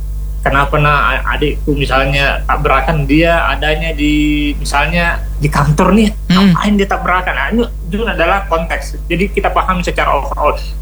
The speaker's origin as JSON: {"language": "Indonesian", "region": "South Sulawesi", "country": "Indonesia", "said": "kita sih orang Bugis Makassar"}